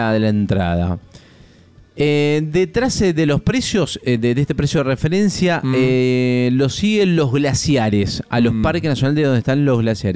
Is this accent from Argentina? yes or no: yes; Argentina